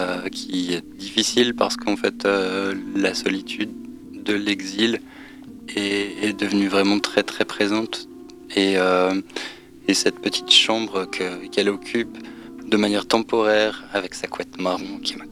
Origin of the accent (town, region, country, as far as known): France